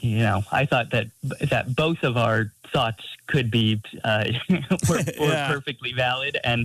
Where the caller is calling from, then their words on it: San Luis Obispo, California, United States; I'm calling from San Luis Obispo, California.